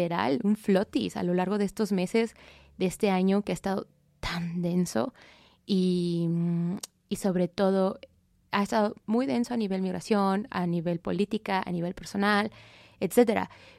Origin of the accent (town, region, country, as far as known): Mexico